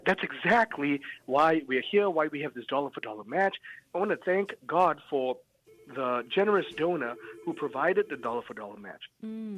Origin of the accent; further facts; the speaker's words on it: Kuala Lumpur, Federal Territory of Kuala Lumpur, Malaysia; English is a second language; I'm from Kuala Lumpur, Malaysia. I shouldn't be Catholic right now.